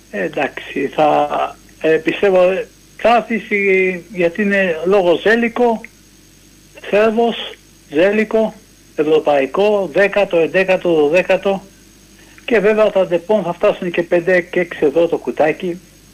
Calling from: Chaidari, Attica, Greece; Καλησπέρα, τι γίνεται … από το Χαϊδάρι.

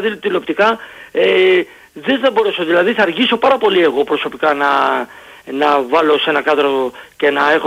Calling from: Greece; Μα είμαι Έλληνας

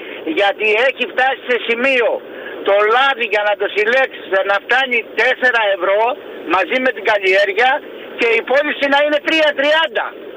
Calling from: Agios Vasileios, Peloponnese, Greece; Στο χωριό μου, εγώ μένω στον Άγιο Βασίλειο Κορυφίας

